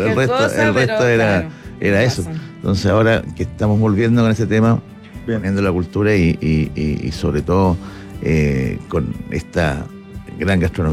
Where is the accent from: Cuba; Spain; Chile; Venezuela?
Chile; acá a Chile